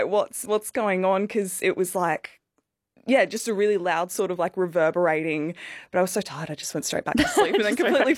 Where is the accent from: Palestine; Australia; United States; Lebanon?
Australia; Geraldton, Western Australia; I'm from Geraldton in WA, which sort of famously has quite yucky tasting water.